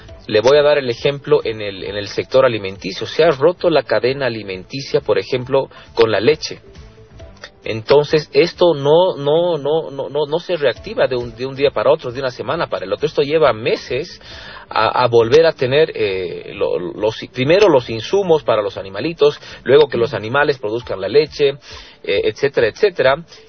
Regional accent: Bolivia

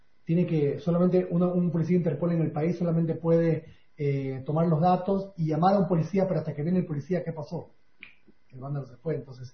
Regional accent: Bolivia

